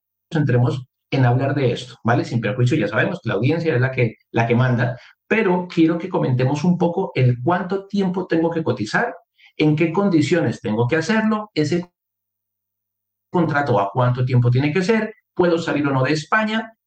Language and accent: Spanish; Colombia; now in Spain; como colombianos que estamos fuera de nuestro país